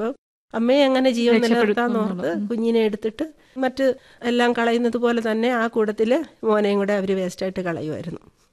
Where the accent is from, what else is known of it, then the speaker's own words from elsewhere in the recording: Rajakkad, Kerala, India; ഇടുക്കിയിലാണ്, Idukki Rajakkad.